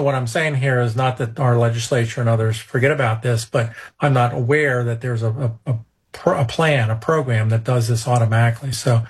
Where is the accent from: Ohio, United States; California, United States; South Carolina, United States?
Ohio, United States; now in North Carolina, United States; When I grew up in Ohio